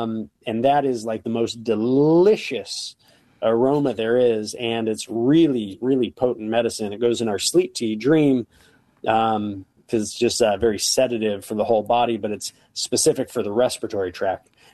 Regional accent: Bakersfield, California, United States; moved away; I'm originally from California. Bakersfield, the Central Valley of California

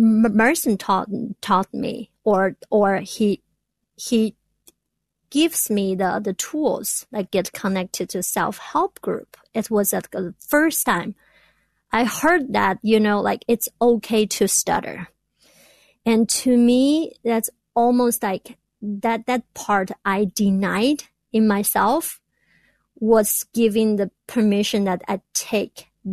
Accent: China; English is a second language; now in United States; I came all the way from China and to manage to be here.

